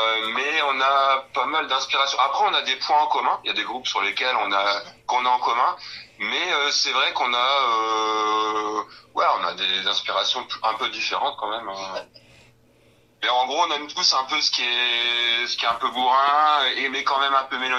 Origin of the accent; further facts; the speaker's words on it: Hauts-de-France, France; de l'Aisne, autour de Soissons. On est plus ou moins, moi je suis à 30 minutes de Soissons.